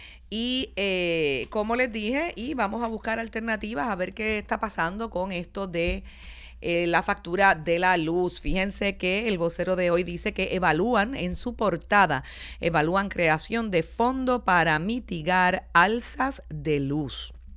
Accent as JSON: {"language": "Spanish", "country": "Puerto Rico", "said": "somos una isla caribeña donde el sol es gratis."}